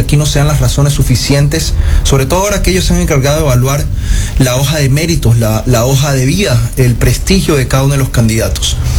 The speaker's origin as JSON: {"language": "Spanish", "country": "Ecuador", "said": "yo aquí estoy como ecuatoriano y además como postulante"}